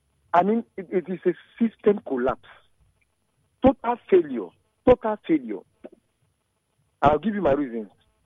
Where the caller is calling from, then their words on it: Port Harcourt, Rivers, Nigeria; I'm calling from Port Harcourt.